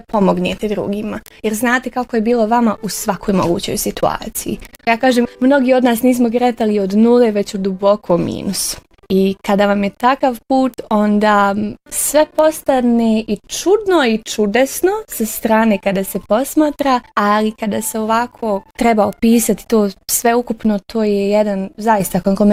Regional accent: Sarajevo, Federation of Bosnia and Herzegovina, Bosnia & Herzegovina; Ja sam rođena u Sarajevu, imala sam tu privilegiju

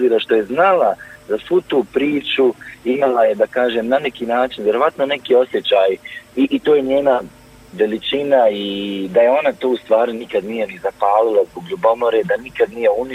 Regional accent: Srebrenica, Republika Srpska, Bosnia & Herzegovina; moved away; mi smo otišli iz Srebrenice 93. godine, prije na 7 dana nego što će Srebrenica postati zaštićena zona UN-a

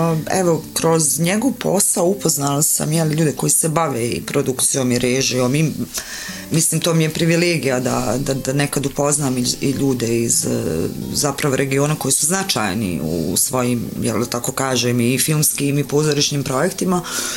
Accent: Maglaj, Federation of Bosnia and Herzegovina, Bosnia & Herzegovina; moved away as an adult; ja sam otišla iz Maglaja i onda će se dogoditi one magleske poplave koje su zapravo potopile cijeli grad

